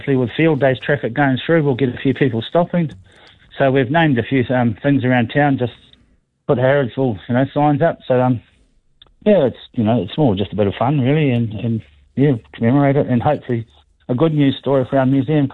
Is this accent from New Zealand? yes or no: yes; Palmerston North, Manawatū-Whanganui, New Zealand; Australia at the time, and was when I heard the news from home how the sort of David and Goliath story of my hometown taking on London department store was put a real smile on your face.